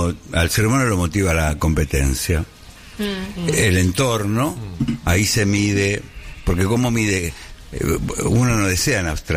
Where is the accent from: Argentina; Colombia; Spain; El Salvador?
Argentina; cuando yo era chiquito, que era un país donde casi todos los pibes teníamos la misma marca de zapatilla